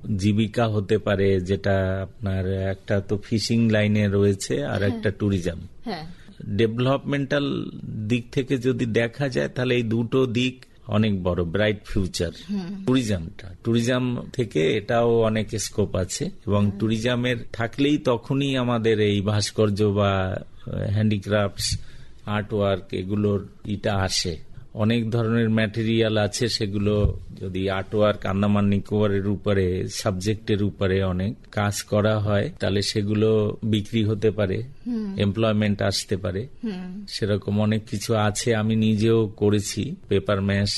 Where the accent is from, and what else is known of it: Ramnagar, West Bengal, India; born there